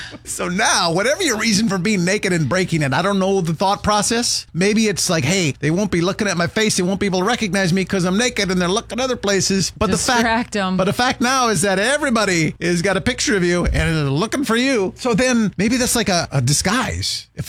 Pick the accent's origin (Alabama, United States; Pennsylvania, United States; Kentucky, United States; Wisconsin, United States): Kentucky, United States; accent: Kentucky; I don't know why that's my Kentucky accent.